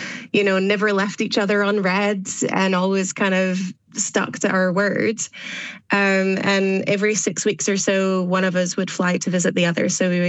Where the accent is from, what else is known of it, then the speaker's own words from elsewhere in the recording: Scotland, United Kingdom; I'm Scottish.